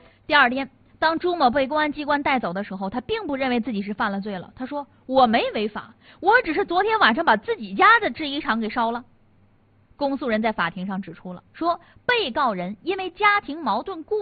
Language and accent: Chinese; Northeast China, China; 咱们东北话讲